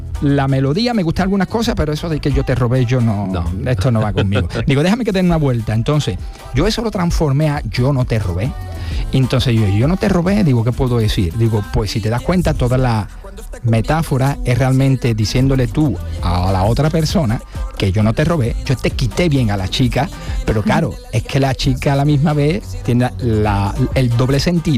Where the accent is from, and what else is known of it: Andalusia, Spain